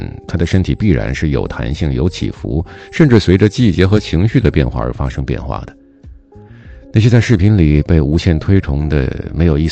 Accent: China

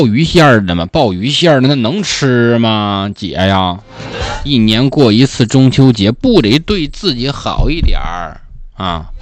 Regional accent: Haikou, Hainan, China; 我是海口人啊。海口街啊。

